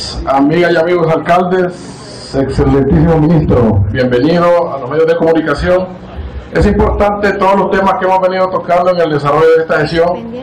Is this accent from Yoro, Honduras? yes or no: no; Santa Lucía, Francisco Morazán, Honduras; Yo me siento orgulloso de mi pueblo Santa Lucía, y de Honduras.